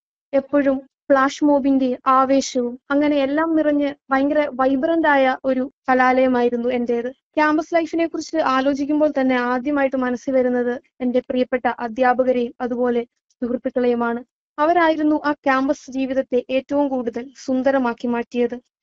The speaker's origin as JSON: {"language": "Malayalam", "town": "Thodupuzha", "region": "Kerala", "country": "India", "said": "ഞാൻ തൊടുപുഴ സ്വദേശിനിയാണ്. തൊടുപുഴ ന്യൂമാൻ കോളേജിലാണ് പഠിച്ചത്."}